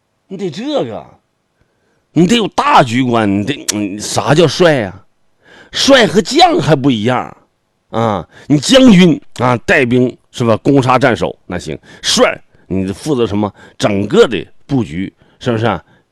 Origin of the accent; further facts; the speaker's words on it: Zhaodong, Heilongjiang, China; now in Panshan, China; 我小时候在家，我们黑龙江省肇东市东发乡，